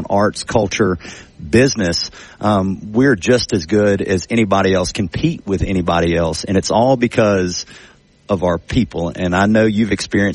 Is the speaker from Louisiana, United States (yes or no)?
yes; Monroe, Louisiana, United States; when I tell people I'm from Monroe, you know, the first question everybody feels is there, everybody asks, well, how far is that from New Orleans?